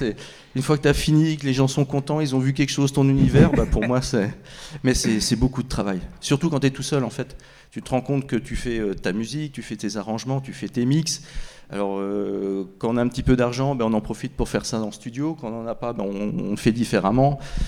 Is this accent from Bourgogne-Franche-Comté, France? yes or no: yes; Bourgogne-Franche-Comté, France; moved away as an adult; now in Laval, France; Mon épouse, mes enfants, on est arrivés sur Laval, parce qu'on est originaire de la Bourgogne.